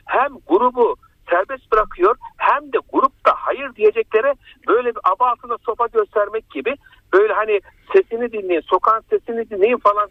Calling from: Ankara, Turkey

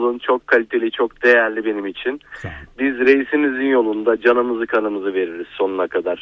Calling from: Antalya, Turkey; Antalya'dan arıyorum sizi.

